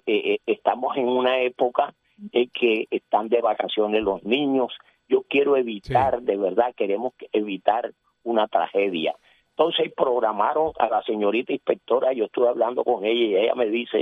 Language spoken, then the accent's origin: Spanish; Atlántico, Colombia; moved away; yo una vez me pensioné, me vine a residir acá, porque este es mi pueblo.